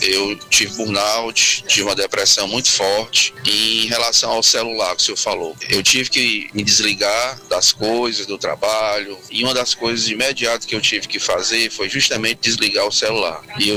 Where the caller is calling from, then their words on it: Fortaleza, Ceará, Brazil; eu sou de Fortaleza, Ceará.